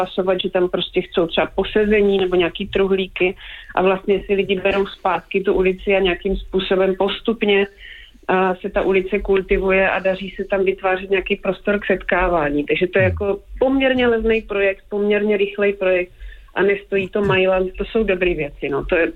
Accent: Brno, South Moravian Region, Czechia; jak jsem z Brna, tak já jsem vždycky jezdila do Vídně často, takže to bylo to spádový město, hoďka a půl, že jo, je to blíž jak Praha vlastně

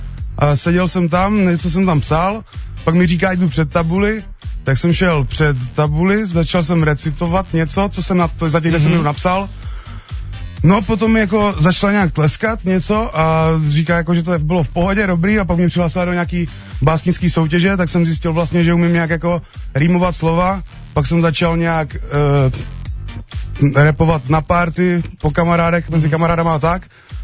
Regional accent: Ivančice, South Moravian Region, Czechia; born there; Narodil jsem se v Ivančicích.

